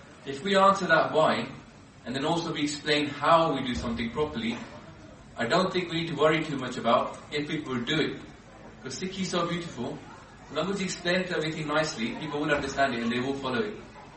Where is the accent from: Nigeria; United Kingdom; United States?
United Kingdom; Southall, London; apart from Benji who's from Canada, we grew up in Southall. You know, this is our Gurdwara.